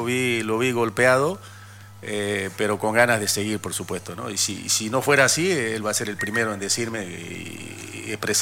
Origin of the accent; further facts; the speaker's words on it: Yacuiba, Tarija, Bolivia; en mi pueblo, en Yacuiba